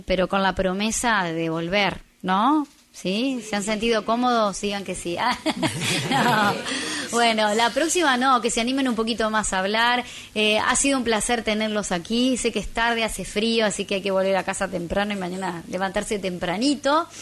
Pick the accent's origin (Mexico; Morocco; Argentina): Argentina; Basavilbaso, Entre Ríos; yo soy de Basavil Vaso, bueno, ya deben estar cansados de escucharme, pero bueno, orgullosa también de donde soy